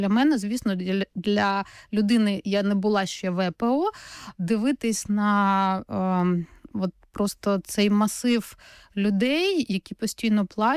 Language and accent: Ukrainian; Zaporizhzhia, Zaporizhzhia Oblast, Ukraine; moved away as an adult; also born or lived in Vasylivka / Berdiansk; я там хіба тільки народилась, там дідусь мій і бабуся жили, але все своє свідоме життя, 30 років перших я провела в Запоріжжі, там закінчила школу, університет